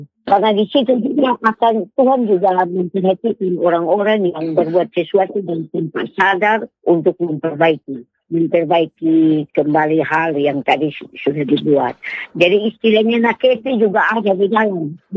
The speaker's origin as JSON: {"language": "Indonesian", "region": "Eastern Indonesia", "country": "Indonesia", "said": "Kalau kami orang Timur, so itu denda paling berat."}